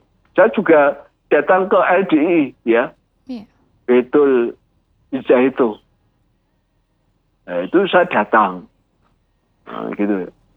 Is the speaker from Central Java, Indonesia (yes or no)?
yes; Demak, Central Java, Indonesia; Kalau saya kan orang Demak ya. Orang Demak kan kulturnya ya sejak kecil dulu ya gayanya orang NU. Nah, bahkan jadi pengurus NU.